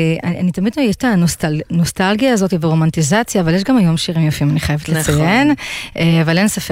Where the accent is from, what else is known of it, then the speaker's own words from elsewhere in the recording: Beit She'an, Northern District, Israel; moved away; גם גדלתי בצפון, בבית שען, עמק חם, וחם תרתי משמע.